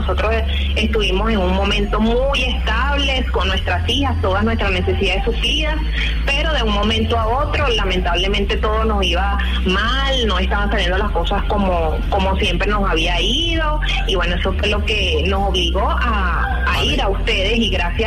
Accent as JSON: {"language": "Spanish", "country": "Venezuela", "said": "Sí, así es, soy venezolana."}